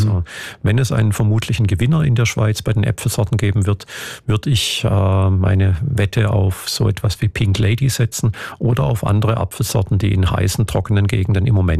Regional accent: Germany; man sieht das auch in Deutschland, wo ich herkomme schon, dass viele Winzerbetriebe aufgeben müssen

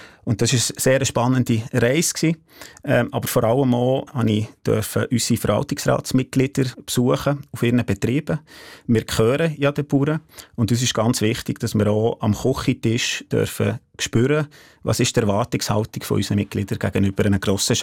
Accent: Ticino, Switzerland; born or raised there

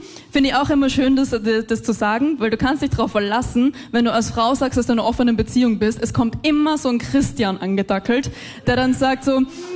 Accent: Austria; Ja, und dann hören sie, wir sind aus Österreich und wissen, ah, okay, sie sind beides.

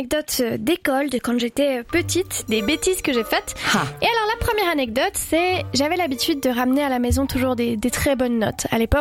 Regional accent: Villeneuve, France; Alors, il faut savoir que j'ai grandi à Villeneuve et qu'il y avait une période, quand on était en 5-6e, où les tags étaient à la mode.

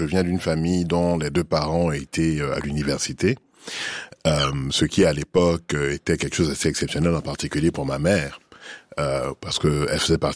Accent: Abidjan, Côte d’Ivoire; Et donc j'ai grandi à Cocody, dans un coin de la ville qui est plutôt calme. Mais Abidjan c'est un pays dans le pays.

